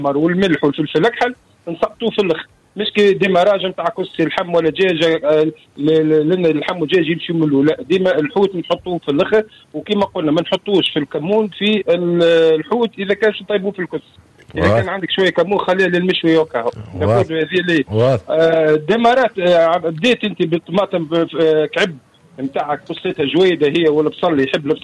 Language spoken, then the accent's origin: Arabic; Tunisia; احنا توانسه